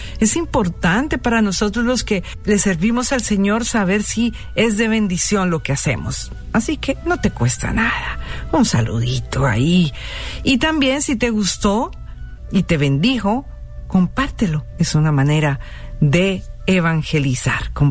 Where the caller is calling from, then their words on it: Montería, Córdoba, Colombia; los escucho desde Montería, Córdoba, en mi tierrita, Colombia.